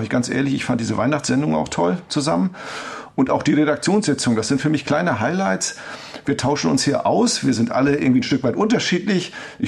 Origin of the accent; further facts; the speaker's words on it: Northern Germany, Germany; Ich kenne das noch aus Norddeutschland. Ich komme aus Norddeutschland